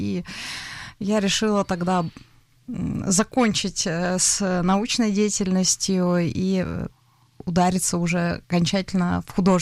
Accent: Novokuznetsk, Kemerovo Oblast, Russia; born there; Я родилась в Сибири. В городе Новокузнецке.

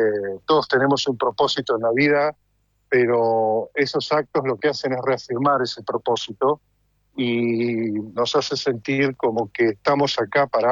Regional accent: Argentina; now in North Holland, Netherlands

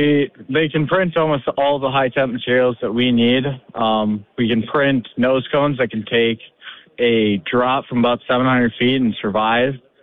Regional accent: Moorhead, Minnesota, United States; moved away as an adult; now in Grand Forks, United States; I'm from Moorhead, Minnesota, so about an hour south of Grand Forks. Came up here for college

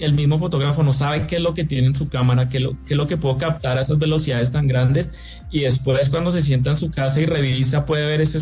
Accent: Colombia; Yo creo que a mí como colombiano me da mucho orgullo mostrar la historia que hay detrás de cada una de estas fotos.

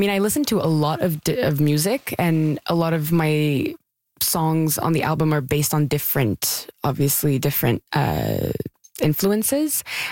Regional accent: Gatineau, Quebec, Canada; now in Montreal, Canada; But also, I mean, Gatineau, growing up in Gatineau was great as a kid. But I think I wanted to expand my horizons a little bit, and Montreal was certainly a place

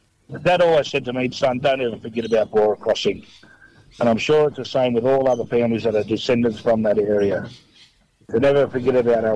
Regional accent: Gunnedah, New South Wales, Australia

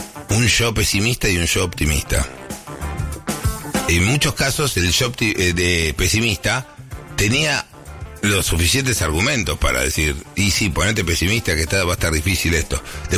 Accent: Argentina

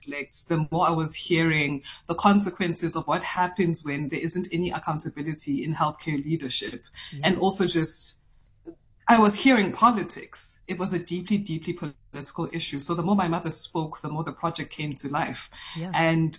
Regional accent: Mpumalanga, South Africa; born there; moved away as an adult; also born or lived in Pretoria; So I moved back to Mpumalanga from Pretoria to take care of her.

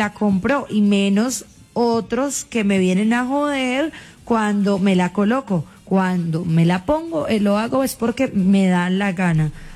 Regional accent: Colombia; La camiseta es declarar que somos colombianos.

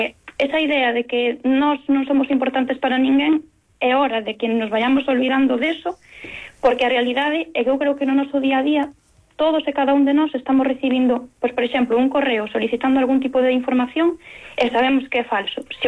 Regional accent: Galicia, Spain; nos que somos galegos

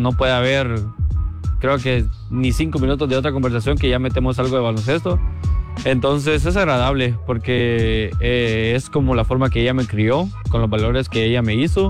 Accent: Guatemala; soy seleccionado nacional de Guatemala.

